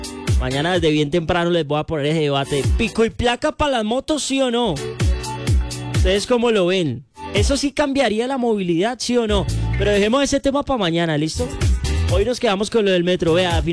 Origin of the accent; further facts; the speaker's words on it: Bogotá, Colombia; yo que soy rolo